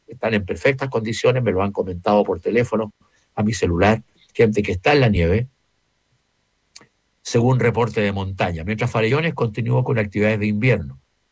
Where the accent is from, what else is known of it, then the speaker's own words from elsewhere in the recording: Santiago, Santiago Metropolitan Region, Chile; ¿Somos buenos los santiaguinos y de las personas de las distintas ciudades para la tertulia o ya eso quedó atrás?